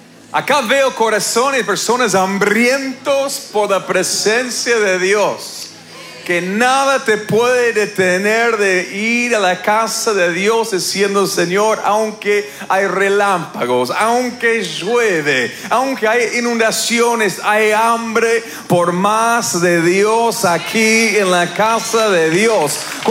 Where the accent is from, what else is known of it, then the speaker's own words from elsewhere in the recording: Argentina; Digo ganamos porque también soy argentino y terminé cantando en cabildo como todos los locos.